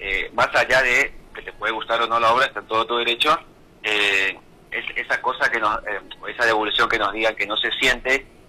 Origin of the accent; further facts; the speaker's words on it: Corrientes, Argentina; nosotros somos de Capital